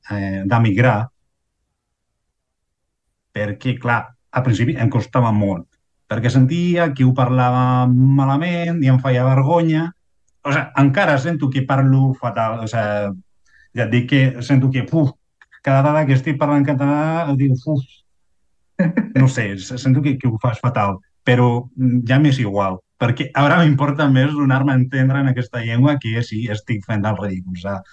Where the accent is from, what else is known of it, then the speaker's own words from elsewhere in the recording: Chile; first language Spanish; Catalan is a second language; moved away as an adult; now in Catalonia, Spain; Jo he nascut a Xile, tinc família al nord d'Espanya i totes aquestes coses, però és com tota la vida de Xile i tota la meva socialització ha sigut en castellà.